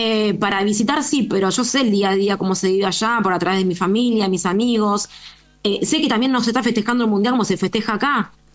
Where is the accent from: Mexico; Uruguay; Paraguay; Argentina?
Argentina; moved away; los argentinos, siempre que salimos de algo así, nos reinventamos en otros donde estemos